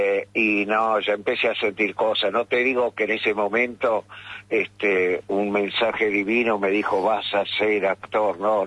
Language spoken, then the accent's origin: Spanish; Buenos Aires, Argentina; born there; Nací en el barrio de Versalles.